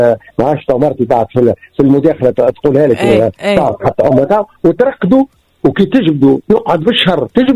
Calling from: Tunisia; أنا تونسية

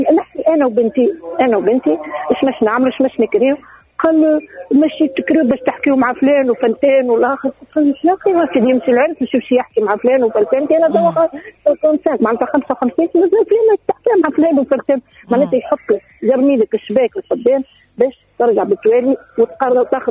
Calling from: Nabeul, Nabeul Governorate, Tunisia; أنا إمنا من نابل

